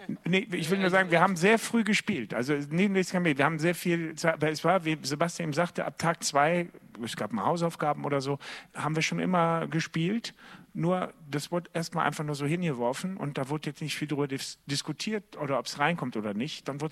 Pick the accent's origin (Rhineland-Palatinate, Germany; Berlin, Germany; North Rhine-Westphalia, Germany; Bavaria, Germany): North Rhine-Westphalia, Germany; ich komme aus dem Kölner Raum, ich komme tatsächlich nicht aus dieser Region